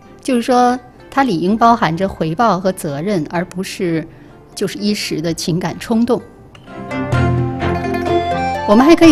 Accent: China

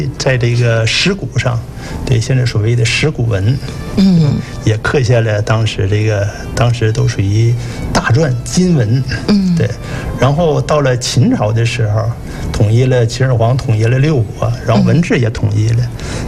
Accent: China

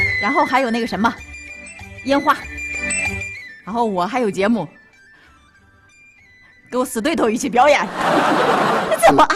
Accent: Northeast China, China

